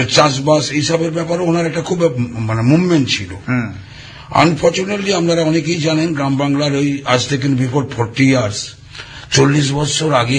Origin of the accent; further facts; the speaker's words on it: Howrah district, West Bengal, India; আমি হাওড়া জেলার ছেলে, আমার বাড়ি আমতা থানার অন্তর্গত আমতা 2 নম্বর ব্লক গাজীপুর গ্রাম। গ্রামটি মূলত কৃষি নির্ভরশীল এবং আমার পরিবার কৃষির সঙ্গে যুক্ত।